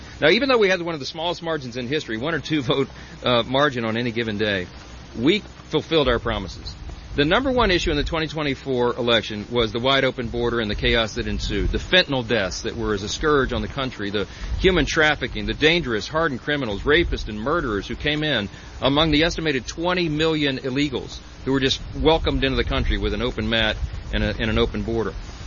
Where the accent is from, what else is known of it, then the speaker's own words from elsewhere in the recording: Shreveport, Louisiana, United States; My father was a assistant chief of the Shreveport Fire Department in my hometown.